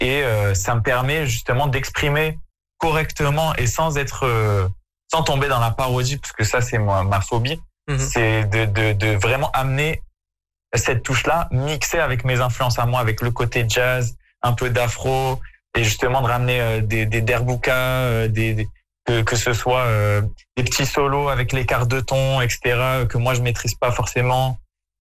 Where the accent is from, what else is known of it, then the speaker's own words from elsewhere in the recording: France; je me sens plus dans l'éducation marocain que français, mais je suis français et je préfère d'être des deux. Mais c'est vrai que j'ai vraiment grandi avec cette culture-là, quoi.